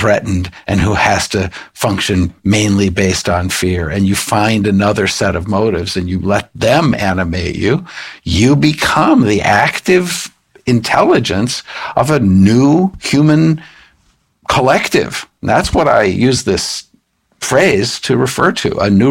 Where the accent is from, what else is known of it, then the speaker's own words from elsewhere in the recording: United States; I'm an American